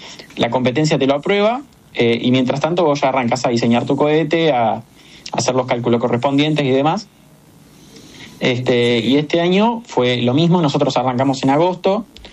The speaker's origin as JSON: {"language": "Spanish", "country": "Argentina", "said": "para nosotros como argentinos es un logro"}